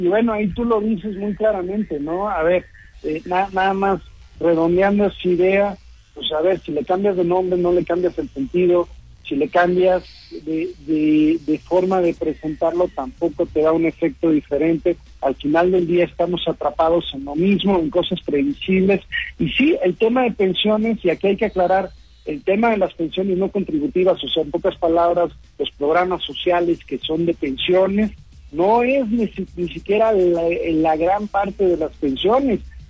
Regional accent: Mexico; no terminamos de hacer un consenso de hacia dónde estamos caminando como mexicanos

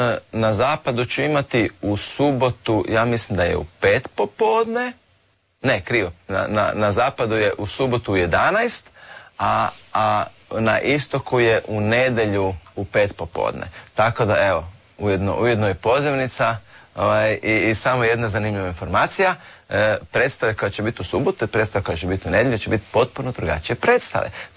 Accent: Croatia; nisu baš bili samo američki, ja sam iz Hrvatske.

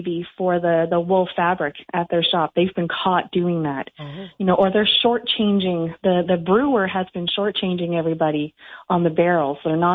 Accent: Collingwood, Ontario, Canada; also born or lived in Ottawa; now in Hanover, Canada; I became a town crier for the Bygone Days Heritage Village, which is outside of Collingwood, Ontario, my hometown.

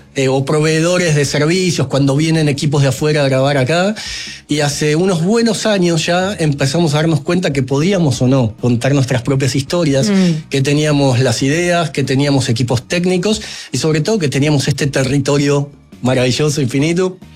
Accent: Argentina; yo soy de Argentina

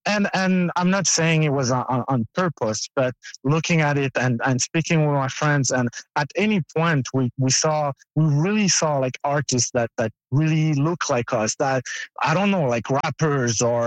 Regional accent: Montreal, Quebec, Canada; born there; also born or lived in Abidjan, Côte d'Ivoire; I was born in Abidjan, Côte d'Ivoire. I came here, I was 10, and so I mostly grew up here in Canada.

